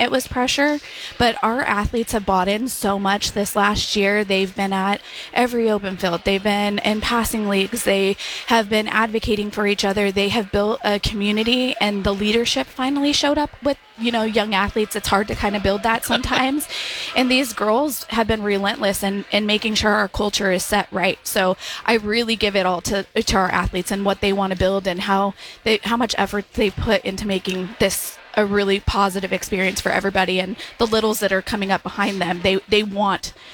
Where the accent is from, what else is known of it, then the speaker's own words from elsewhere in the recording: Yuma, Arizona, United States; I am a native. I grew up in Yuma, went to Cibola High School.